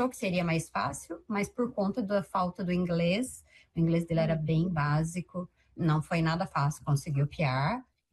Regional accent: São Paulo, Brazil; vim lá do interior de São Paulo, parece que nunca sonhei tão alto.

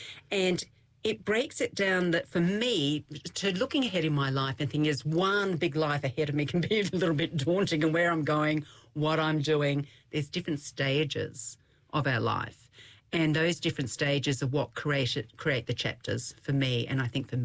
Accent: Melbourne, Victoria, Australia; now in New Zealand; Probably because you may pick it up in my accent that I'm from Australia. So I'm a Melbourne girl originally. I am a New Zealand citizen. I married an amazing Kiwi man, Nook, my husband.

